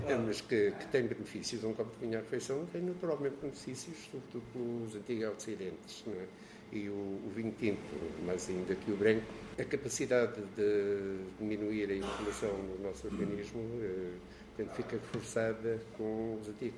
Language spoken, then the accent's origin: Portuguese; Covilhã, Centro, Portugal; Sou do Colhã.